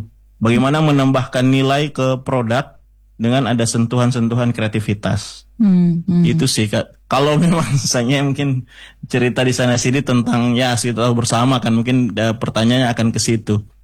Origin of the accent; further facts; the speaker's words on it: Lenganing, Indonesia; Tapi kalau di kampung saya Lenganing itu anak-anak muda lebih aktivasinya itu lebih ke ini, membuat parang Kak, beda Lenganing. Kampung saya Lenganing, dia mau jadi pandai besi.